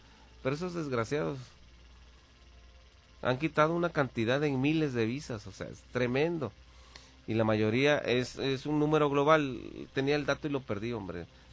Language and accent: Spanish; Ciudad Juárez, Chihuahua, Mexico; Vivimos en Juárez y sabemos cómo está el asunto